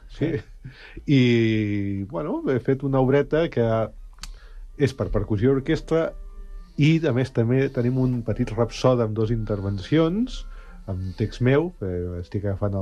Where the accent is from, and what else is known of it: Sant Cugat, Catalonia, Spain; born or raised there